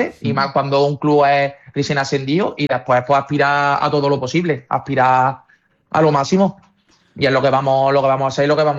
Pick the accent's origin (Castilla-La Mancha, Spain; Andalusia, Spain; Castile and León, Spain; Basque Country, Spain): Andalusia, Spain; Córdoba; moved away as an adult; also born or lived in Rota; yo nací en Rota, pero que mi familia, mis amigos, todo el mundo es de Córdoba y vamos, que soy cordobés.